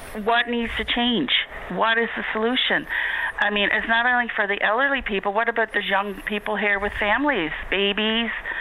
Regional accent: Wabush, Newfoundland and Labrador, Canada; I grew up in Wabash myself. I mean, it was a lovely town. I had a great life.

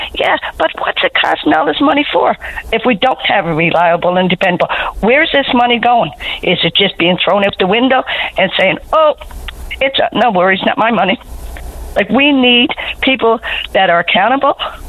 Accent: Fort McMurray, Alberta, Canada; when I came to Belle Island, I came from Fort McMurray, Alberta.

